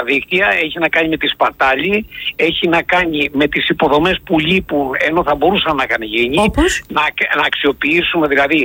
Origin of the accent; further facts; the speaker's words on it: Mani, Peloponnese, Greece; την πατρίδα μου τη Μάνη, το Δήμο Ανατολικής Μάνης